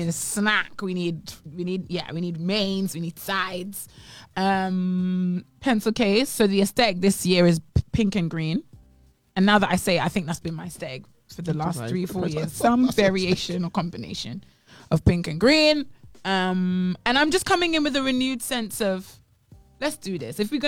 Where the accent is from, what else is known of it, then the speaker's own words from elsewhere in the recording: Ghana; now in Bahamas; I'm Ghanaian to the core.